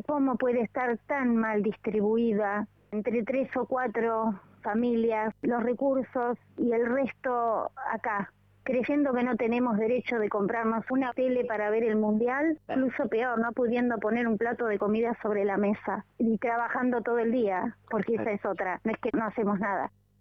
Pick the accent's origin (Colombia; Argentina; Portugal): Argentina; voy a hablar como argentina y voy a hablar como peronista.